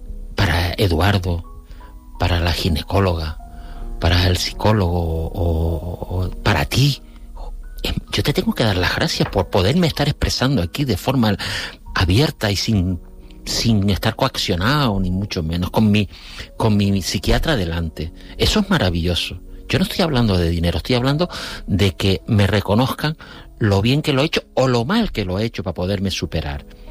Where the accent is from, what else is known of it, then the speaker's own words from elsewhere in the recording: La Orotava, Canary Islands, Spain; Los dos somos de la Orotava.